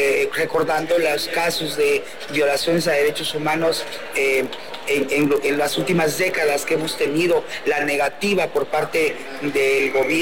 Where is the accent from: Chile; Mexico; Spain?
Mexico; Chiapas; Venimos del estado de Chiapas. … soy defensora de derechos humanos de personas trans